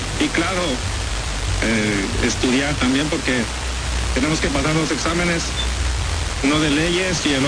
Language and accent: Spanish; Puebla, Mexico; soy de Puebla, de donde somos los feos, prietos, gordos y chaparros.